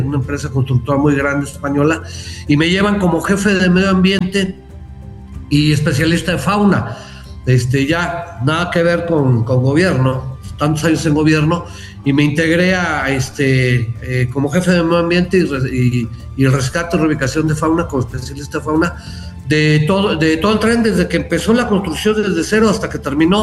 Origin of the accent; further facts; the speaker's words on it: Morelia, Michoacán, Mexico; now in State of Mexico, Mexico; yo soy de Morelia, Michoacán. Soy michoacano. Radico en el Estado de México, pero bueno, mi tierra es mi tierra.